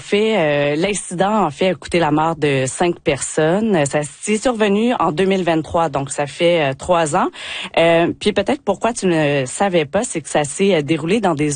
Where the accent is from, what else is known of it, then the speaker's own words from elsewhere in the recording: Quebec, Canada; accent: Quebec; now in Newfoundland and Labrador, Canada; vous pouvez l'entendre par mon accent, je suis québécoise, là